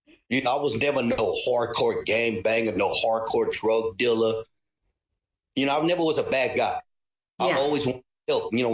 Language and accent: English; Philippines; Really, I found him because, you know, me being Filipino, I was raised as a Catholic and I'm not here to knock Catholic.